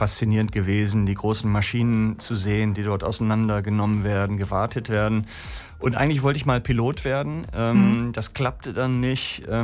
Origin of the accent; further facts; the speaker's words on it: Hamburg, Germany; also born or lived in Glückstadt, Schleswig-Holstein; Ich bin eigentlich in Hamburg, im Süden von Hamburg groß geworden.